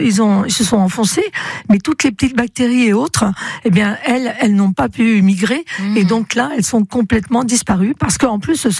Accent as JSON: {"language": "French", "region": "Centre-Val de Loire", "country": "France", "said": "chez nous en Touraine"}